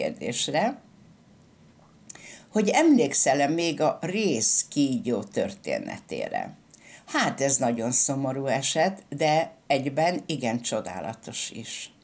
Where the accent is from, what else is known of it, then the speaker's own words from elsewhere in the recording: Hungary; A mi hazánk, mert Isten által ebbe a csodás magyar népbe születtünk, a mi hazánk a mi felelősségünk.